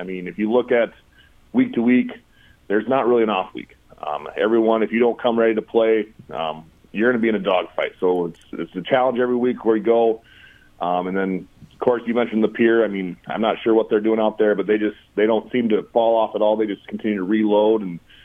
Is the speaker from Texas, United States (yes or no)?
no; Jewell, Iowa, United States; moved away; I'm originally from Central Iowa, a little town called Jewell. Not many people know where it is, kind of this little dot on the map.